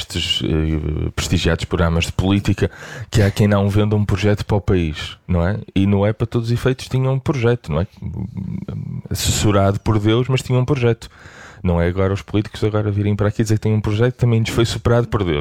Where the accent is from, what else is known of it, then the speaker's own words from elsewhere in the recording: Viana do Castelo, Portugal; eu sou de Viana do Castelo